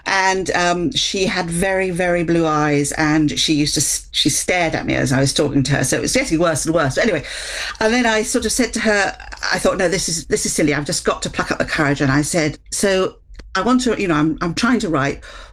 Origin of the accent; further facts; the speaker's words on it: Midlands, United Kingdom; moved away; I come from a Midlands town. I was brought up in the Midlands